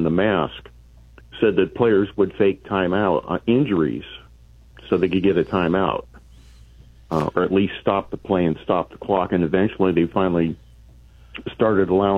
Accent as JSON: {"language": "English", "country": "United States", "said": "And also the hydration break. We Americans are"}